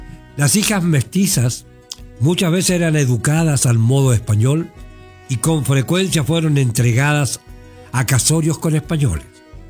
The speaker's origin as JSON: {"language": "Spanish", "country": "Chile", "said": "Así se estaba formando la raza que tenemos como chilenos."}